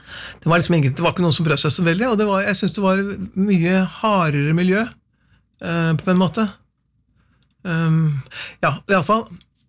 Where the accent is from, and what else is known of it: Kløfta, Akershus, Norway; born or raised there